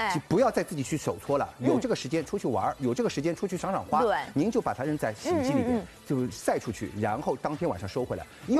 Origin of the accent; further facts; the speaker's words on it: Shanghai, China; 粉色上面我们印的是小花，非常清新的，我们上海人特别喜欢的那种很优雅的